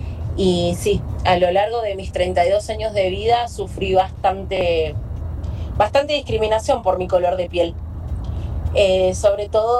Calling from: Buenos Aires, Argentina; Yo soy de Buenos Aires, moreno

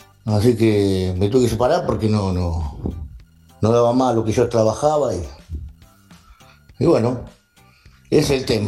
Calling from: Cañada de Gómez, Santa Fe, Argentina; de Caña Gómez.

